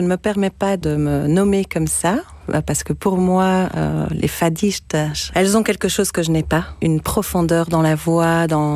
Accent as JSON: {"language": "French", "country": "France", "tie": "born or raised there", "also_born_or_lived": "Belgium", "said": "Eh bien non, j'ai grandi en France et en Belgique. Et mes parents sont tous les deux portugais, nés au Portugal, ayant habité au Portugal. Ils sont arrivés en Belgique en 1986."}